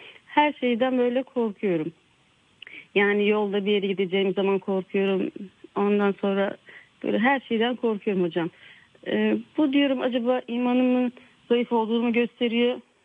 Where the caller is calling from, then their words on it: Istanbul, Turkey; Ben İstanbul'dan arıyorum.